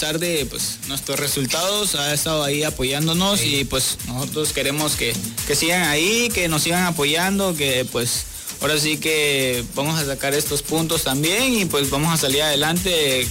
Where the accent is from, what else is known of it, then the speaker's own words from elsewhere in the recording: Tapachula, Chiapas, Mexico; De aquí de Tapachula.